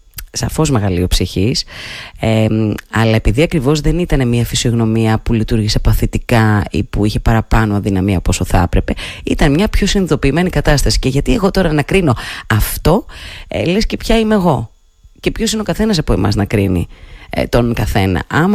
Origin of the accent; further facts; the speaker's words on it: Thessaloniki, Central Macedonia, Greece; also born or lived in Larissa; πάω στο μέρος όπου γεννήθηκα, στη Λάρισα. Γεννήθηκα και φύγαμε, έτσι. Απλά έτυχε εκείνη την περίοδο η μαμά να είναι εκεί που είναι το περισσότερο σόι της, ας πούμε, στον Θεσσαλικό, τον Κάμπο. Εκεί με γέννησε και μετά πήραμε το δρόμο προς τη Θεσσαλονίκη μας.